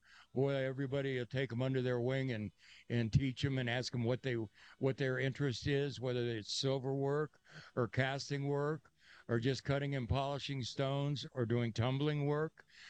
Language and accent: English; Miami, Florida, United States; now in Durango, United States; I grew up in Miami.